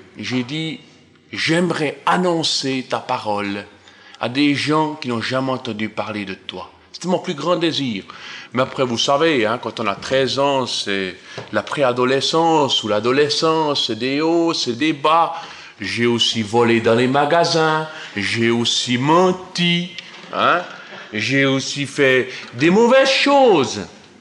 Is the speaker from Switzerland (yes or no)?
yes; Cortaillod, Neuchâtel, Switzerland; J'ai été élevé en Suisse romande, à Cortaio, près de Neuchâtel. Mon père vient d'Allemagne, il est depuis 50 ans en Suisse. Ma mère vient de Suisse allemande, j'ai donc été élevé bilingue.